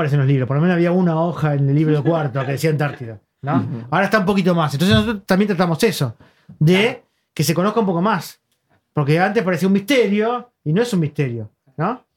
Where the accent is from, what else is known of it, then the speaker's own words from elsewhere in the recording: Buenos Aires, Argentina; La UTN, en la Facultad Regional de Buenos Aires. Porque soy de Buenos Aires.